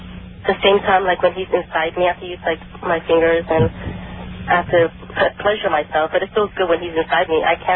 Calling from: Redlands, California, United States

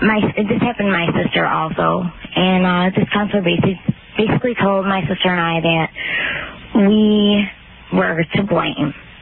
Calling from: Chicago, Illinois, United States; I'm from Chicago

